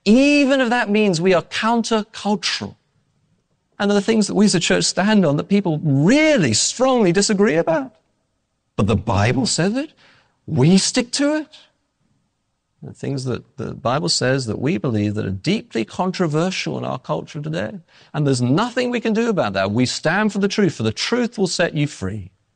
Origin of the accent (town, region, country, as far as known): England, United Kingdom